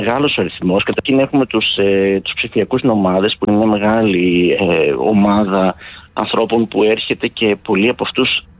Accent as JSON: {"language": "Greek", "town": "Thessaloniki", "region": "Central Macedonia", "country": "Greece", "moved": "as an adult", "lives_now": "Syros, Greece", "said": "Εγώ θέλω να σας πω ότι δεν είμαι Σιριανός, είμαι Θεσσαλονικιός. Έχω έρθει πριν από 25 χρόνια στο νησί. Από έρωτα."}